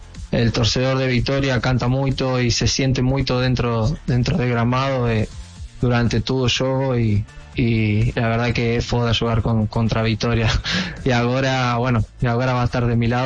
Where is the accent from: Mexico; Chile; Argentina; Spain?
Argentina; now in Brazil; soy argentino